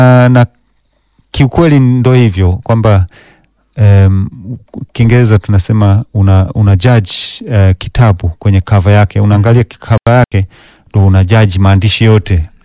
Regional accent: Tanzania; Swahili is a second language; also born or lived in Denmark; Mimi ni Masai na Mchaga kidogo.

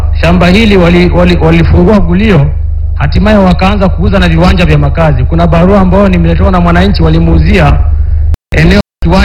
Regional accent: Kiteka, Singida, Tanzania; natoka Kiteka, kijiji cha Mtunduru kiliopo kaskazini magharibi kutoka Singida mjini, kilomita 30, kimepakana na Ndulungu, wilaya ya Iramba.

